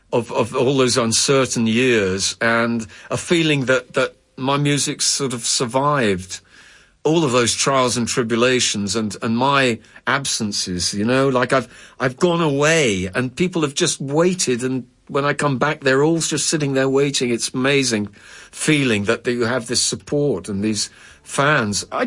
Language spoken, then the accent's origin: English; England, United Kingdom; now in Brazil; So, yes, 53 years of Brazil and 21 years of England makes me twice as Brazilian as I am English, in a way.